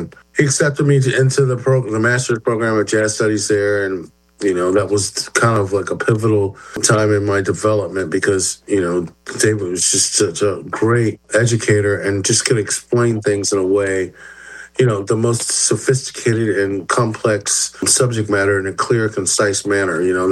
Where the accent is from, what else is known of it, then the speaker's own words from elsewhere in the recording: Atlanta, Georgia, United States; also born or lived in Baltimore; I was born in Baltimore, started playing saxophone in like fifth grade. I think I originally wanted to play drums. And then we moved to Atlanta when I was about 11 or 12.